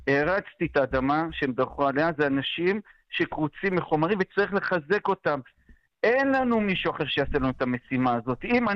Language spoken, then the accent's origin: Hebrew; Jerusalem, Jerusalem District, Israel; צריך לשמור על הדברים שבקונצנזוס שאני גדלתי עליהם כירושלמי, בסדר? אני נולדתי בתוך בית קפה, בסדר? בתוך ירושלים, בצטרום של הצטרום